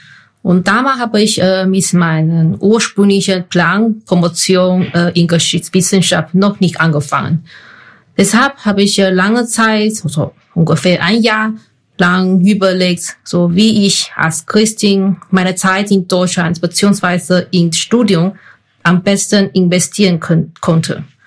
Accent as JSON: {"language": "German", "country": "Taiwan", "second_language": "German", "moved": "yes", "lives_now": "Buseck, Germany", "said": "Ich komme aus Taiwan und jetzt lebe ich mit meinem Mann Tianji in Busek, in der Nähe von Gießen."}